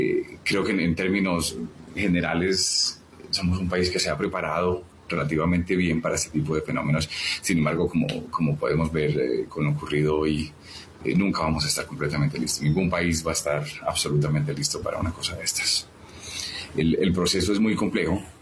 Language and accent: Spanish; Colombia; pero como colombianos nos duele mucho lo que está pasando